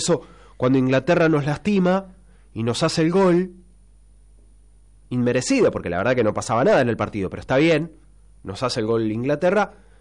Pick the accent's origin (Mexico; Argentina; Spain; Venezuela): Spain; Yo soy español.